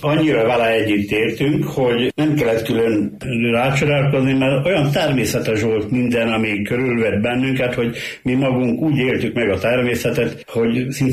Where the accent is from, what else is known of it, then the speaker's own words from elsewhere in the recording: Rábasövény, Győr-Moson-Sopron, Hungary; also born or lived in Sárvár; Én Sárváron születtem, de gyermekkoromat Rábasövényben egy faluhelyen töltöttem